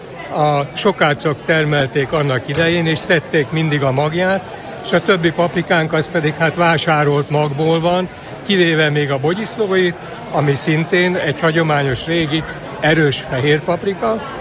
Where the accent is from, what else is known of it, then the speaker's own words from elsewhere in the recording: Bátmonostor, Bács-Kiskun, Hungary; Bátmonostorról jövök, az ide 28 kilométer